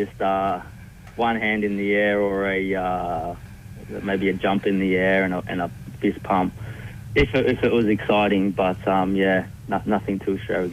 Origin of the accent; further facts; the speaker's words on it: Coolum Beach, Queensland, Australia; I grew up in Queensland on the Sunshine Coast.